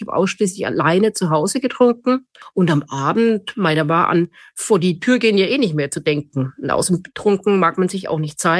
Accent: Bavaria, Germany; Bei uns in Bayern, in Franken, gibt es ganz, ganz viele Kirchweihen, wo man hingeht und was auch wirklich Spaß macht.

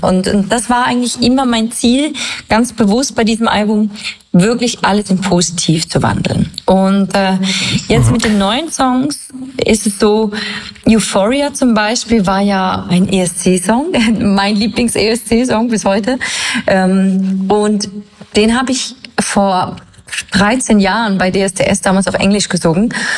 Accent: Switzerland; Ich bin Schweizerin, ich liebe meine Heimat.

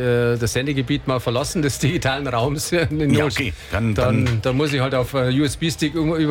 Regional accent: Ingolstadt, Bavaria, Germany; Wir sind aus Bayern, aus Ingolstadt.

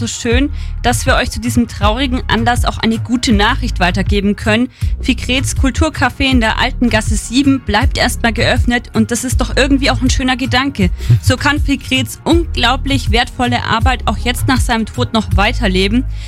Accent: Bavaria, Germany; Ich komme tatsächlich aus dem Landkreis, aber durch Studium bin ich natürlich immer mehr in Augsburg unterwegs gewesen und habe die Stadt auch so, ja, lieben gelernt.

